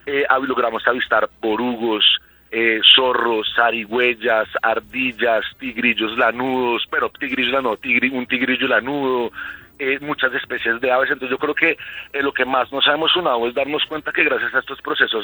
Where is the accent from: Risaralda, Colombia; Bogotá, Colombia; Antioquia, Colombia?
Bogotá, Colombia; para que en verdad podamos en verdad identificarnos como bogotanos, colombianos, y encontrar el valor de lo que tenemos.